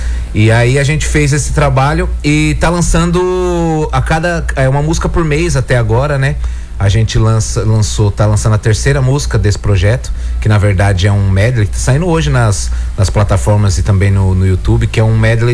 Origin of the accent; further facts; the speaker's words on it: Osasco, São Paulo, Brazil; now in São Paulo, Brazil; Nós somos de Osasco. Eu moro hoje na cidade de São Paulo, mas é ali divisa com Osasco, ali com o bairro onde a gente nasceu.